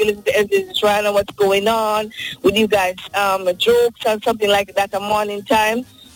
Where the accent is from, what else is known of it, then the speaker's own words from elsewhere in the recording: New York, United States; I drive to work at this time. I work in Plainview Hospital. I'm from New York.